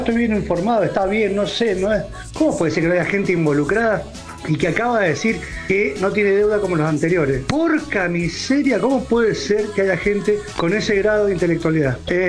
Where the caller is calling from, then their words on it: Buenos Aires, Argentina; Flamenco de San Telmo.